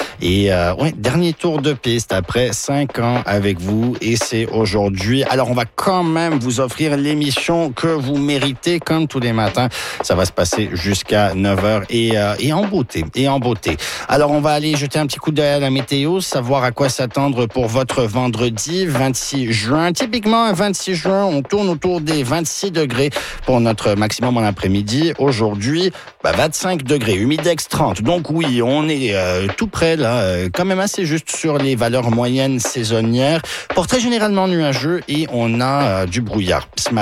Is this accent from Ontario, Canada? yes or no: yes; Toronto, Ontario, Canada; Moi, j'ai grandi à Toronto. Je suis là depuis 96